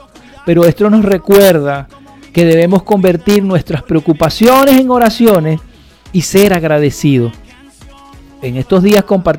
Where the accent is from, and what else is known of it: Venezuela